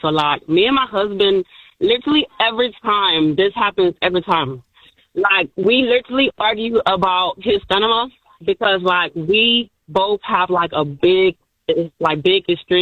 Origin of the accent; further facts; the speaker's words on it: Port Antonio, Portland, Jamaica; I'm from Portland, Antonio, Jamaica.